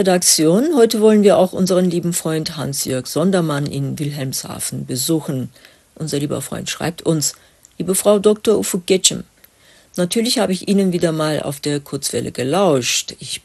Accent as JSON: {"language": "German", "region": "Gaziantep", "country": "Turkey", "tie": "born there", "second_language": "German", "said": "beginnend in Gaziantep, meine Geburtsstadt"}